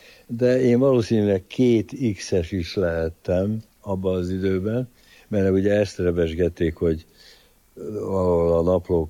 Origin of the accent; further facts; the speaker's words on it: Csanádapáca, Békés, Hungary; also born or lived in Săcueni (Székelyhíd), Romania; menekült a két gyerekével, egy-két rokonunk segítségével Csanádapácára vissza, ahol született, és ott nevelkedtem én is.